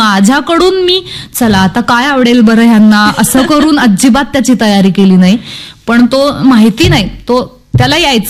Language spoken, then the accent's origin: Marathi; Maharashtra, India; moved away as an adult; एका पन्हाळ्याच्या पायथ्याच्या राहणाऱ्या आईबाबांसाठी